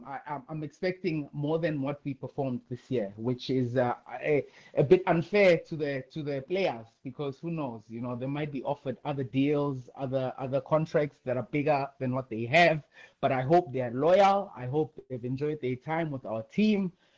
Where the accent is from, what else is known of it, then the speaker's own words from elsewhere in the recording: Soweto, Gauteng, South Africa; moved away as an adult; now in Russia; I am a Soweto native. I am an Orlando native. I was born in Orlando